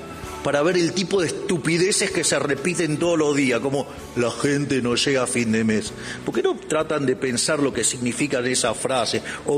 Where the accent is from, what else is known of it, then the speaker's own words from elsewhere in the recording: Argentina; Si como argentinos admiramos tanto a Borges